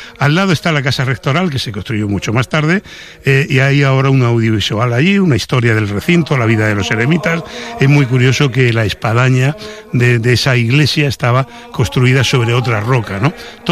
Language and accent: Spanish; Region of Murcia, Spain